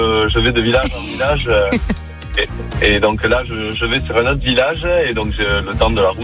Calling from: Montory, Nouvelle-Aquitaine, France; Pas depuis Anglette, hein. Je suis à Montory.

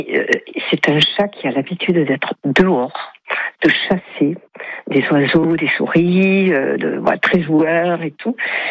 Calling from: Cabrières, Occitanie, France; De Cabrières

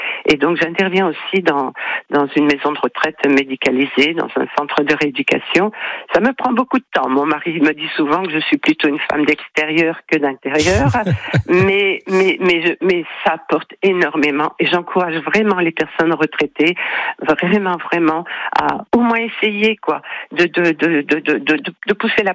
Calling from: Nîmes, Occitanie, France; j'appelle de Nîmes.

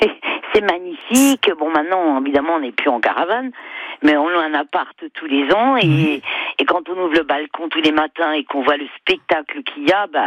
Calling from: Savigny-en-Véron, Centre-Val de Loire, France; moi je suis en Touraine.

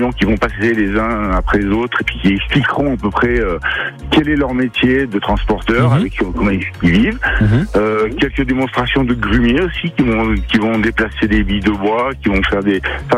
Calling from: Chamrousse, Auvergne-Rhône-Alpes, France; Je suis sur Champs-Rousses, oui.

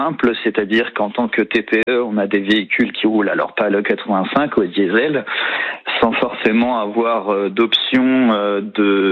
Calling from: Le Mans, Pays de la Loire, France; j'habite au Mans effectivement, à côté de l'avenue Olivier-Heuzé, justement à côté de la Roquette

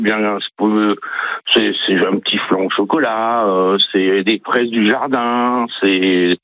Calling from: Le Mans, Pays de la Loire, France

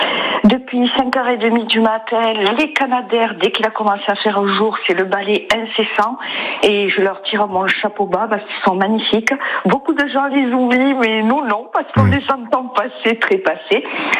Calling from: Saint-Estève, Occitanie, France; Je suis à Saint-Estève

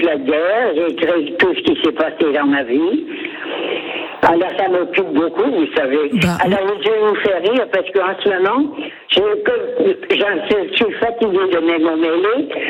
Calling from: Normandy, France; Oui, je suis à Islet.

